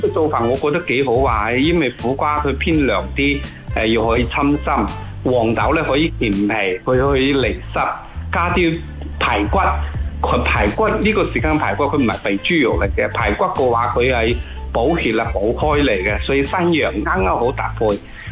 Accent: Foshan, Guangdong, China

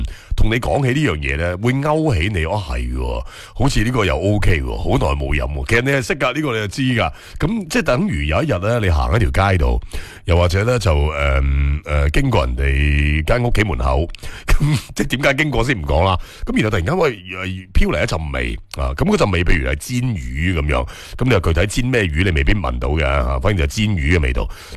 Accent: Guangdong, China; 即系好多时候我哋广东人有几多个唔识煲汤噶

